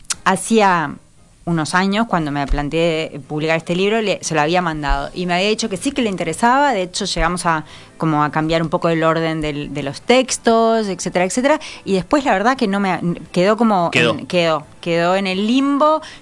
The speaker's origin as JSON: {"language": "Spanish", "country": "Uruguay", "moved": "yes", "lives_now": "Pyrenees, Spain", "said": "mi país de origen"}